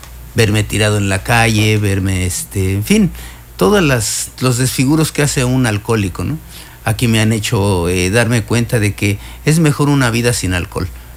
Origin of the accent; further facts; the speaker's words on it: Mexico City, Mexico; Estuve a punto de morir allá en la Ciudad de México. Yo vengo de la Ciudad de México